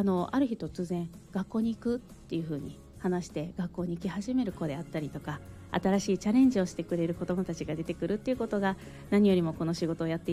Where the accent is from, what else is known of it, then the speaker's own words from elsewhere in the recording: Osaka, Japan; 私は大阪で生まれ育ちまして